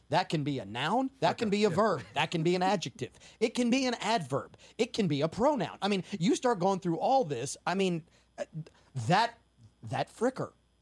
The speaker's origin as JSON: {"language": "English", "town": "New Orleans", "region": "Louisiana", "country": "United States", "tie": "born or raised there", "said": "This story comes from my hometown."}